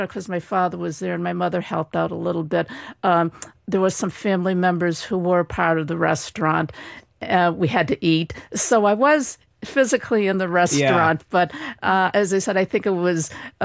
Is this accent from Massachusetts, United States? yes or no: yes; Malden, Massachusetts, United States; I was born in Malden Hospital. I think I was the only Asian baby at that time.